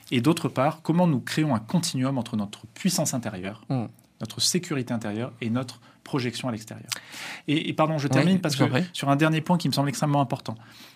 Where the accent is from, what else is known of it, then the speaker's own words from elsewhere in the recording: France; Donc, un espèce de décalage entre cette logique de puissance qui nous a construite en tant que Français